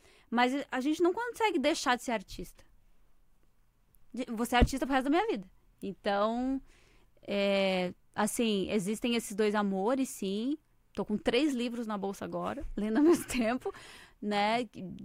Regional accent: Criciúma, Santa Catarina, Brazil; now in Florianópolis, Brazil; Eu sou natural do sul de Santa Catarina, de uma cidade chamada Criciúma. Mas eu sou radicada em Floripa.

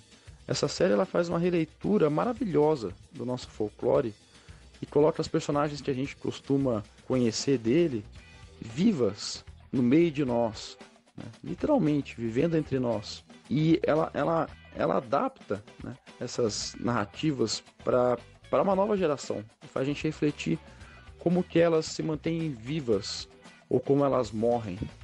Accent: Brazil; ele estabelece elementos que constituem parte da nossa identidade nacional, ou seja, de quem somos nós, brasileiros.

